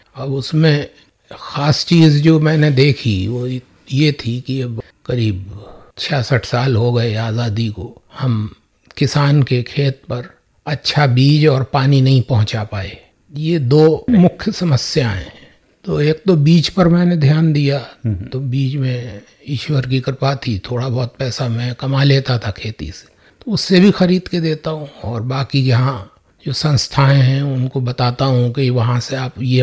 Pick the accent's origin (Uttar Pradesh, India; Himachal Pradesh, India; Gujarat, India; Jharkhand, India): Uttar Pradesh, India; Moradabad district; now in Rampur, India; मेरा गांव जहाँ खेती है, ग्राम नगलिया जट